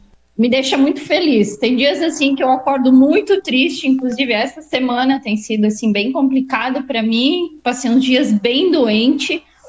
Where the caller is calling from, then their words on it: Brazil; Daqui de Itaió